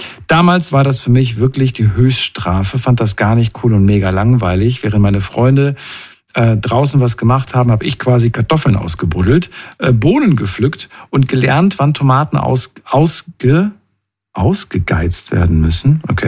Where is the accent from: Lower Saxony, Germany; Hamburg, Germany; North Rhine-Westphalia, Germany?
North Rhine-Westphalia, Germany; Ich komme aber auch aus NRW.